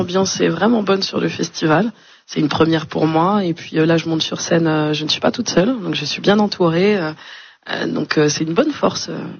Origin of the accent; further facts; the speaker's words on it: Amiens, Hauts-de-France, France; born there; moved away; Je suis née à Amiens, je fais comme beaucoup, donc je suis partie et revenue. Et voilà, je suis une artiste de 36 ans, j'ai deux enfants, et je chante en anglais et en français.